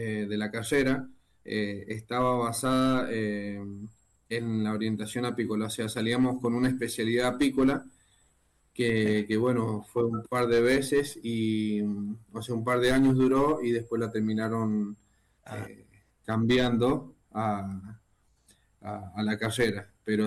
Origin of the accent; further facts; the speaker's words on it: 3 de Mayo, Lavalle, Mendoza, Argentina; 3 de mayo. 3 de mayo es el lugar donde, el distrito de donde soy. Es un distrito de Lavalle.